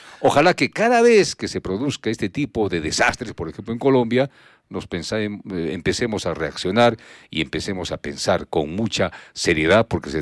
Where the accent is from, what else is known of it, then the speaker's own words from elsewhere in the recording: Arequipa, Peru; Como arequipeños estamos justamente en un lugar telúrico.